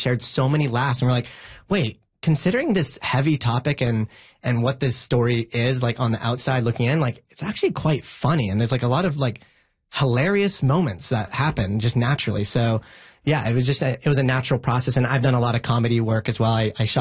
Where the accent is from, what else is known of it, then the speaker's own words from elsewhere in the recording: British Columbia, Canada; Yeah, I grew up on Vancouver Island